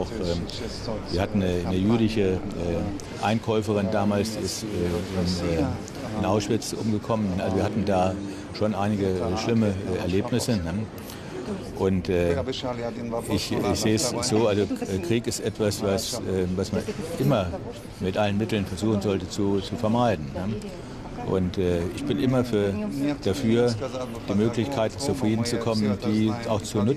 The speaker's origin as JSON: {"language": "German", "region": "Saarland", "country": "Germany", "tie": "born or raised there", "said": "ich bin nicht als Deutscher geboren, ich bin im Saarland, ich habe nie den Wohnort gewechselt. Ich bin aber trotzdem nicht als Deutscher geboren, sondern als Saarländer, weil unser kleines Ländchen nach dem Zweiten Weltkrieg eigenständig war, ne, wirtschaftlich an Frankreich gehangen hat."}